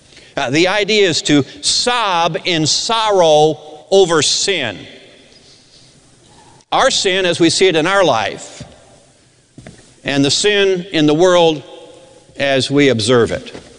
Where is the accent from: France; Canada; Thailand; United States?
United States; Midwest; moved away; I grew up in the Midwest. It gets cold up there.